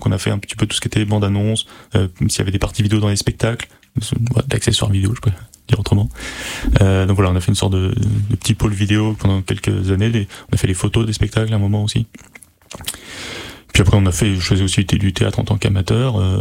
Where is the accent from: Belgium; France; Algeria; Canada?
France; Paris, Île-de-France; parce que je viens de Paris à la base.